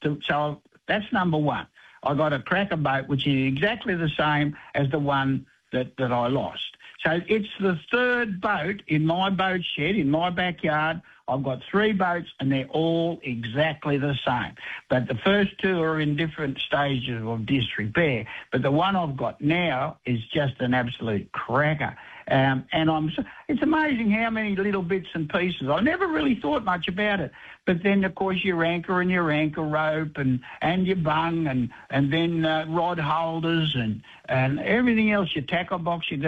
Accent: Tweed Heads, New South Wales, Australia; I remember when I grew up years ago in Tweed Heads, we always had this big pot on the wooden stove, and in it we had pippies.

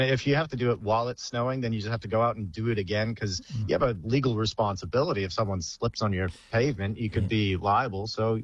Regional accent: Calgary, Alberta, Canada; Growing up in Calgary was great. It was wonderful.

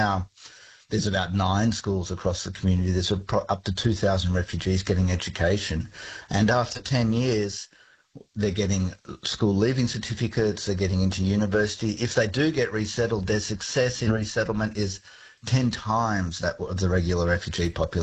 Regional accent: Australia; myself as an Australian

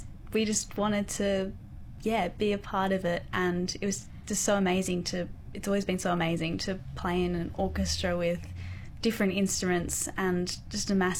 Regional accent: Gisborne, Victoria, Australia; I'm from Gisborne.

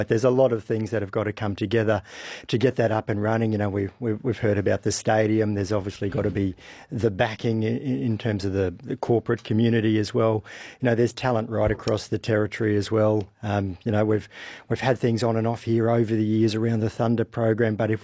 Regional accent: Queensland, Australia; Now, I'm a Queenslander, so this really pains me.

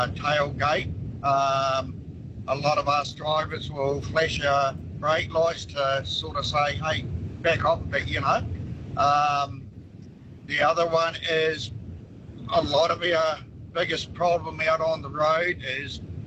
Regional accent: New Zealand; I come from New Zealan

